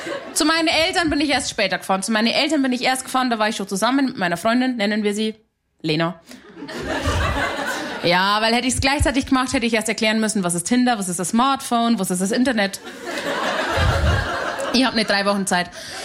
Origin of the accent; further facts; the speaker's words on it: Simbach, Bavaria, Germany; Meine Leitung war sehr lang, weil ich bin aus Hanusdorf bei Simbach bei Landa in der Isar. Da gibt's sowas nicht.